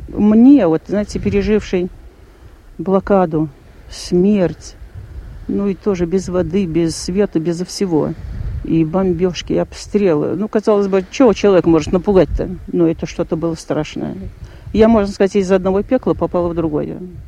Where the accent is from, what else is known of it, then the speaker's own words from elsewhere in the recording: Saint Petersburg, Russia; moved away; Я говорю, из Ленинграда.